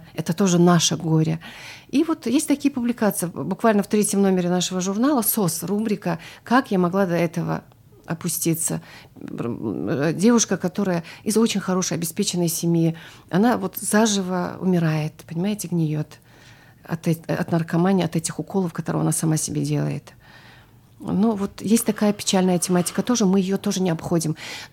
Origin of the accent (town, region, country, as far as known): Dagestan, Russia